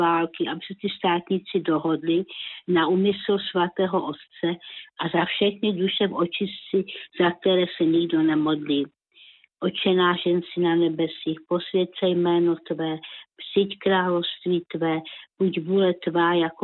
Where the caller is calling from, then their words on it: Ostrava, Moravian-Silesian Region, Czechia; z Ostravy